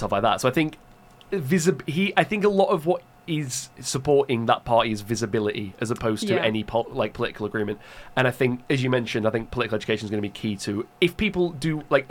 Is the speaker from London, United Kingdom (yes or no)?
no; Doncaster, Yorkshire and the Humber, United Kingdom; I'm from Doncaster originally, and being around Doncaster, a lot of people sort of know him